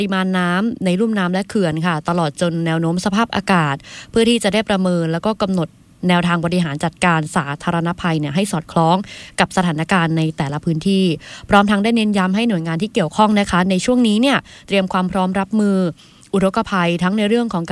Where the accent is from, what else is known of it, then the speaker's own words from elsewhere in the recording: Central Thailand, Thailand; ในฐานะคนภาคกลาง